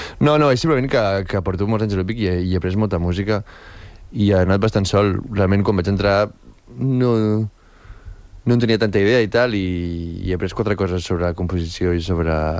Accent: Espolla, Catalonia, Spain; Jo soc d'Espolla, sí.

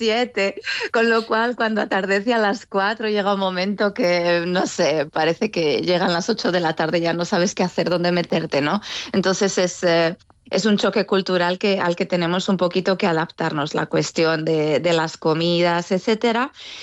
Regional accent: Zaragoza, Aragon, Spain; a veces los grupos cuando se enteran que soy de Zaragoza me cantan alguna jota y me hacen llorar

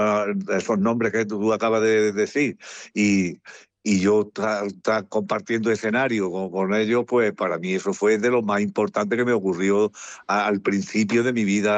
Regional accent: Andalusia, Spain; como tú bien sabes, como andaluces que somos, es un dicho que se dice cortó con 8 o 9 orejas

